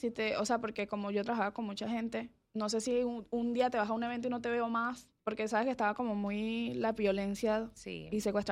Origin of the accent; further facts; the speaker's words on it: Guatire, Miranda, Venezuela; moved away as an adult; now in Panama; nosotros somos de Caracas, de un área que se llama Guatire, que es como a 2 horas de Caracas.